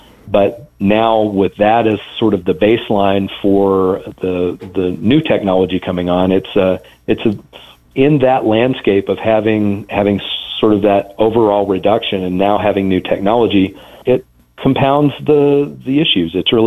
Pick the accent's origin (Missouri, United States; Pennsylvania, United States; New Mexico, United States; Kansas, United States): New Mexico, United States; I grew up in New Mexico